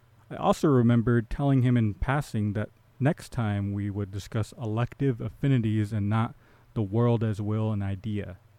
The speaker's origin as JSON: {"language": "English", "town": "Fremont", "region": "California", "country": "United States", "tie": "born or raised there", "lives_now": "Oakland, United States", "said": "Fremont, California. I'm from Fremont. And yeah, I don't know. I like that I grew up around non-white people"}